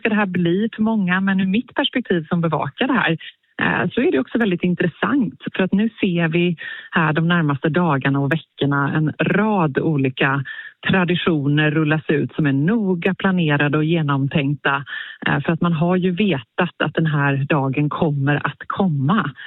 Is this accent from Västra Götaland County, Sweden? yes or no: yes; Gothenburg, Västra Götaland County, Sweden; som göteborgare